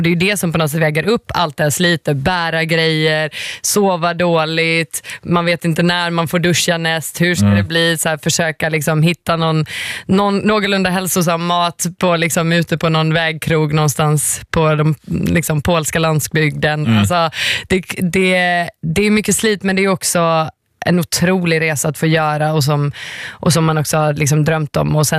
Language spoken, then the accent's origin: Swedish; Finland; avsluta i Finland, liksom mitt hemland.